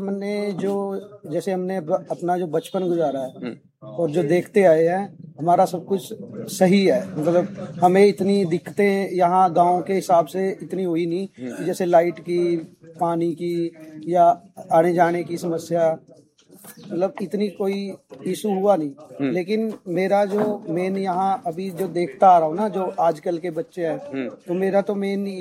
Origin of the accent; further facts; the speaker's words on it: Teja Mori, Haryana, India; मैं यहीं तेजा मोड़ी गांव का रहने वाला हूं